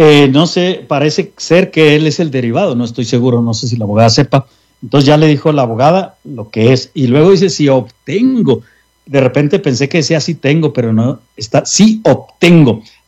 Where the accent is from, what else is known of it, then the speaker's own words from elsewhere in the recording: Mexico; now in United States; Tengo 25 años aquí, soy de México y pasé con mi visa de turista.